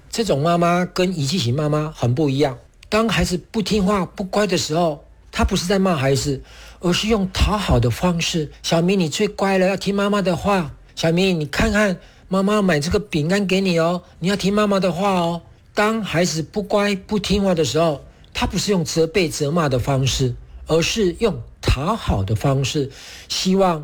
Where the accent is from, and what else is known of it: Taiwan